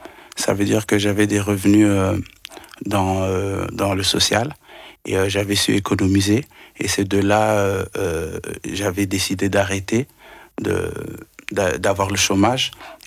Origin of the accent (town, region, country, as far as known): Belgium